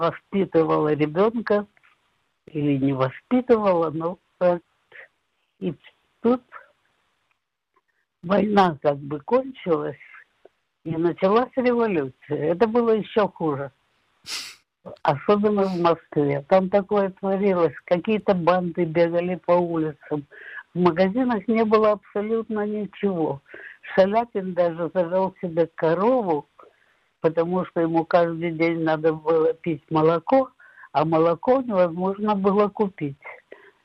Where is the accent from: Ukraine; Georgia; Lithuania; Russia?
Ukraine; Kharkiv, Kharkiv Oblast; born or raised there